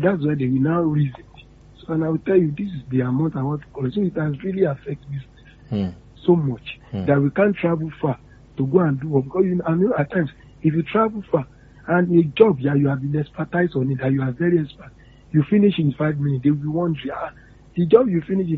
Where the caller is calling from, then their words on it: Nigeria; I'm calling from Akpata.